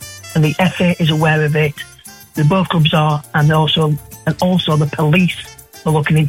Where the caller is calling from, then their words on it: Yorkshire and the Humber, United Kingdom; from Yorkshire Land.